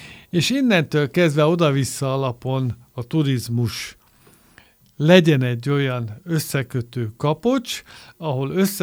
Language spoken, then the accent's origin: Hungarian; Hungary; az onnan jövő újságíró nem értettem, hogy mit szeretne tőlem, magyar embertől